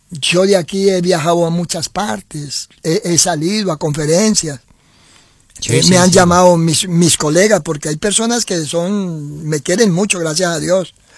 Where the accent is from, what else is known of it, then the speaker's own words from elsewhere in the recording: Venezuela; moved away as an adult; now in Uruguay; Cuando hablo con muchos venezolanos, muchos paisanos míos